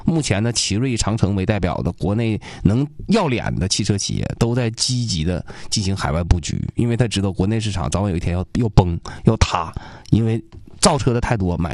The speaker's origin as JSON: {"language": "Chinese", "country": "China", "said": "我作为中国人，我很自豪。"}